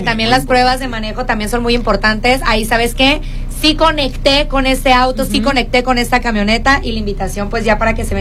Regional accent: Mexico; como mexicanos se nos complica la cuestión de la ahorrada

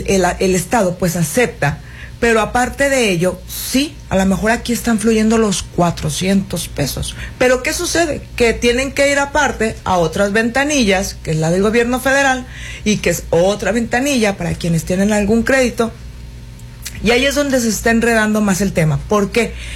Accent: Sinaloa, Mexico; también aquí en Sinaloa

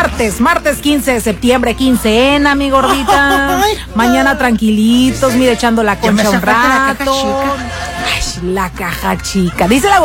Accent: Mexico; sintiéndonos orgullosos de ser mexicanos

